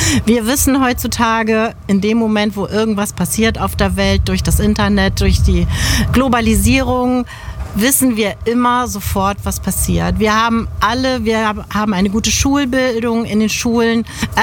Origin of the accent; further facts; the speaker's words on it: Hamburg, Germany; Also generell bin ich schon sehr dem Wasser und dem See, der Seefahrt sehr verbunden, als Hamburger Dern